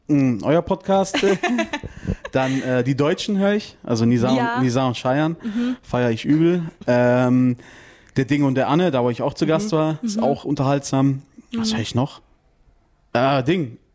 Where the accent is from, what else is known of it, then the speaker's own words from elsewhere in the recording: Esperia, Lazio, Italy; Das heißt Esperia. Das ist so 120 Kilometer circa nach Rom, also südlich. Mhm. 80 Kilometer vor Napoli circa. Mhm. Das sind in den Bergen.